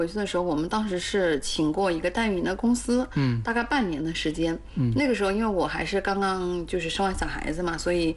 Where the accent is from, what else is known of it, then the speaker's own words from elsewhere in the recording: Qianshan, Anhui, China; moved away; also born or lived in Shenzhen; 我就带着小孩想回来，就是休息一段时间，回到我的老家安庆潜山